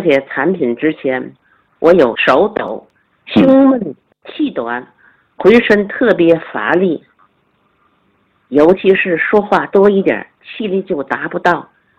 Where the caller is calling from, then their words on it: Tianjin, China; 我来自天津市西青区的一名学员